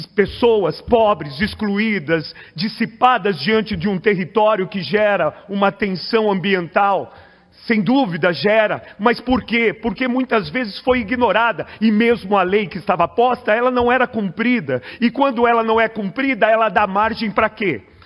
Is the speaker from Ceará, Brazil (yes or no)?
no; Paraná, Brazil; now in Juquitiba, Brazil; eu sou paranaense e encontrei lá lugar de acolhida.